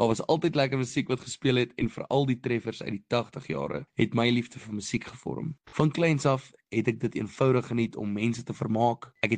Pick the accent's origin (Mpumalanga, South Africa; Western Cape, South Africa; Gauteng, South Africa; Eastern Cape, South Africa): Mpumalanga, South Africa; Secunda; ek kom oorspronklik van Sekunda af